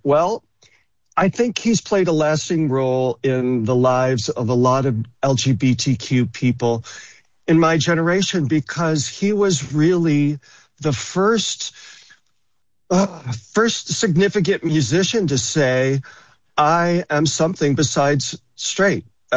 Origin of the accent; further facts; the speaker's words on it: Greece, New York, United States; I was born in the early 60s and I grew up in Greece.